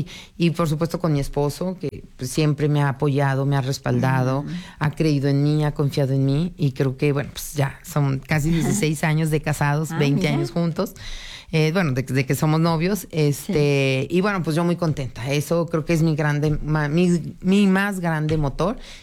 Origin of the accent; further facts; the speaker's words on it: Aguascalientes, Mexico; yo nací en Aguascalientes. Yo crecí en el barrio de San Marcos